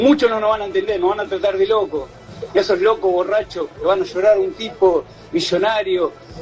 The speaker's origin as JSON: {"language": "Spanish", "region": "Córdoba", "country": "Argentina", "said": "yo soy albañil, vengo de Chingolo, me encontré con esta noticia."}